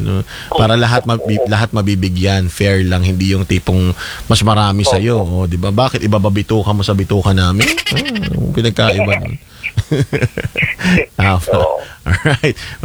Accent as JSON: {"language": "Tagalog", "area": "Quezon", "region": "Calabarzon", "country": "Philippines", "said": "Ang tawag sa amin sa Quezon diyan, hamuhamo"}